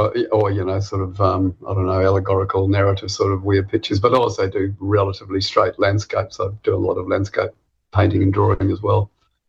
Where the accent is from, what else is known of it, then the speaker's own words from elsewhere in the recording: Auckland, New Zealand; Well, we grew up in South Auckland until I was about 11 and Peter was about 4 or 5, and then we lived north of Auckland in a semi-rural sort of area.